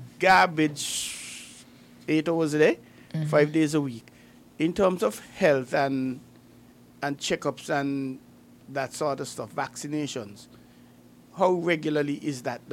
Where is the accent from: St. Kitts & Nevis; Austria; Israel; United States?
St. Kitts & Nevis; Sandy Point; I am from Sam SP, where the best be, Sandy Point.